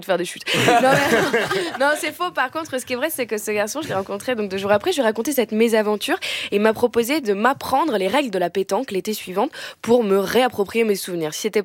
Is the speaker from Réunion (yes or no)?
yes; Réunion; now in France; Moi, j'ai découvert la pétanque dans le sud de la France quand je suis arrivée de La Réunion.